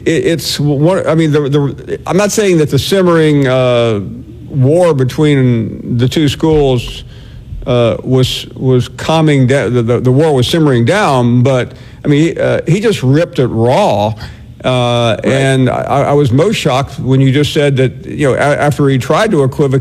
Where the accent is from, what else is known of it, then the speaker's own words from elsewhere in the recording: the South, United States; I mean, I'm from the South and I've lived here my whole life